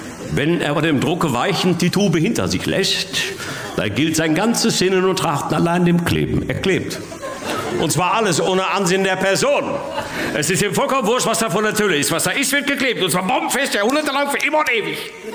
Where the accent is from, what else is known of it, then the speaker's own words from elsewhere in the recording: North Rhine-Westphalia, Germany; Komm, ich komme aus dem Ruhrgebiet und bei uns zu Hause fangen eigentlich alle Sätze mit also an.